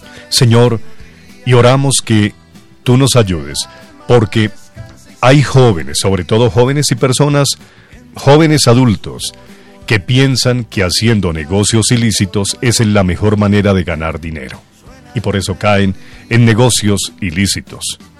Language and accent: Spanish; Colombia; para que nos amemos como colombianos.